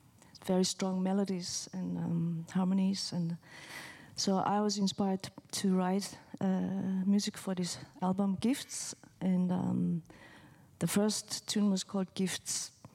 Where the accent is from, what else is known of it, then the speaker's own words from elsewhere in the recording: Japan; now in Copenhagen, Denmark; We all live in Copenhagen, but we all come from different places, as you can see. I'm from originally from Japan